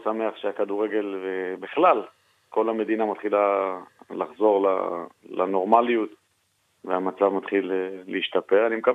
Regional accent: Beersheba, Southern District, Israel; גדלתי בשכונה ד'

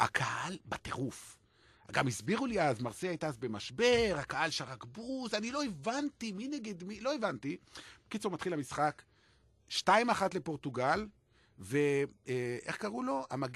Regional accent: Beersheba, Southern District, Israel; אני מבאר שבע, מה אני עושה פה בכלל?

